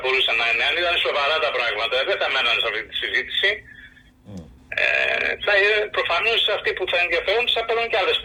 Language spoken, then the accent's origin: Greek; Xanthi, Eastern Macedonia and Thrace, Greece; στον Εχίνο, στην πατρίδα μου εκεί στην Ξάνθη.